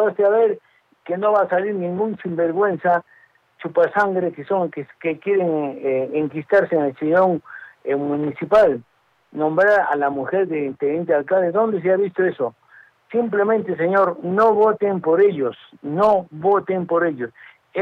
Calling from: Arequipa, Peru; Vivo en José Luis Amante Riverto.

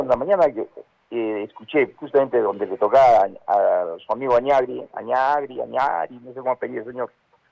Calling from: Peru; Somos peruanos y tenemos el derecho de elegir.

